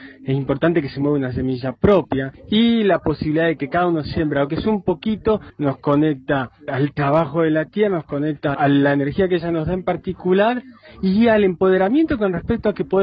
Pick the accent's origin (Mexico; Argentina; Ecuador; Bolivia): Argentina; Charbonnier, Córdoba; soy de Charbonnier.